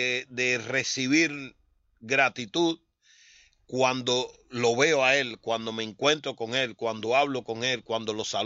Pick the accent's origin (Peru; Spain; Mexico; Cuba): Cuba; moved away; Cuba no teníamos conocimiento de las grandes ligas.